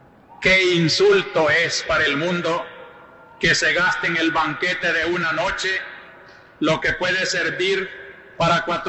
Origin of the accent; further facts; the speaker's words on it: El Salvador; como pastor y como salvadoreño, hermano de todos los salvadoreños.